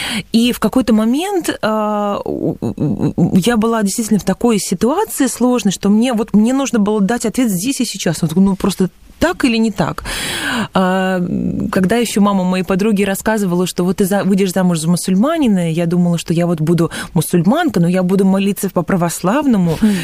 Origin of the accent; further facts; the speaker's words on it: Russia; born there; Если я родилась в России, я русский человек, я принадлежу к православной церкви, меня крестили в детстве.